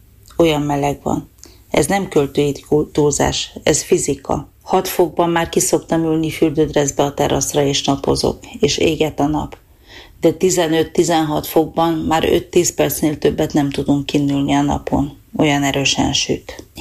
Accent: Transylvania, Romania; now in Norway; Erdélyből jöttem ki

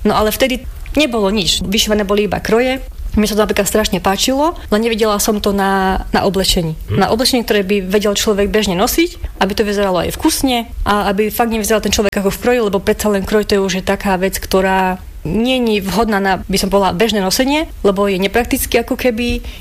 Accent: Vranov nad Topľou, Prešov Region, Slovakia; u nás vo Vranove

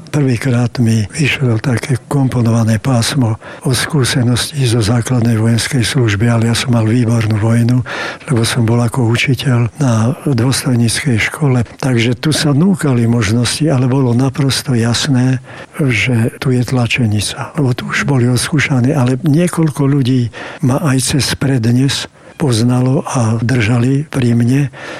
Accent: central Slovakia, Slovakia; ja som zo stredného Slovenska.

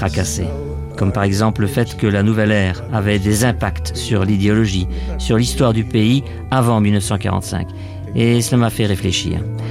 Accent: Slovakia; first language Slovak; French is a second language; Moi, je n'ai jamais perdu le contact avec ma langue maternelle, le slovaque. J'ai effectué mes études en Slovaquie dans les années 1945 et depuis, la langue slovaque a évolué naturellement.

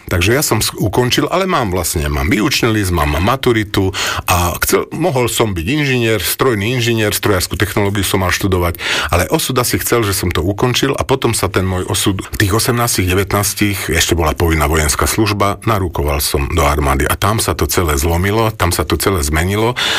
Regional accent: eastern Slovakia, Slovakia; accent: eastern Slovak; moved away; som z východu, to možno počuť aj na prízvuku, ktorý sa snažím zakryť, ale je počuť.

